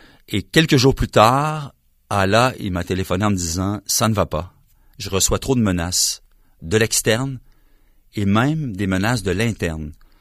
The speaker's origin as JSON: {"language": "French", "town": "Quebec City", "region": "Quebec", "country": "Canada", "tie": "born or raised there", "said": "à Québec, ma ville natale"}